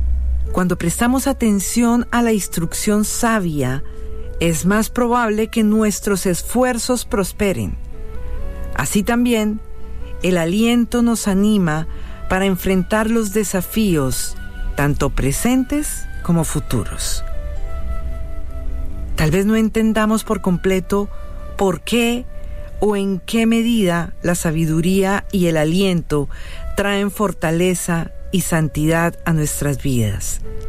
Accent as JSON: {"language": "Spanish", "town": "Bogotá", "region": "Bogotá Capital District", "country": "Colombia", "said": "grabado en mi tierrita, en Bogotá, Colombia"}